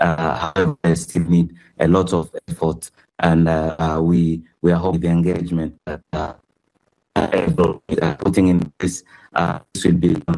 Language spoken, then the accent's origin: English; Goma, North Kivu, DR Congo; I grew up in Goma